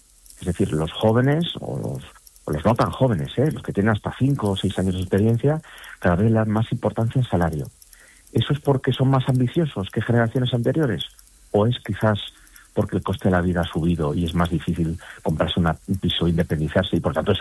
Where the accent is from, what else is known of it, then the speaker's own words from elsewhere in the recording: Asturias, Spain; moved away; yo soy asturiano, aunque llevo ya 20 años fuera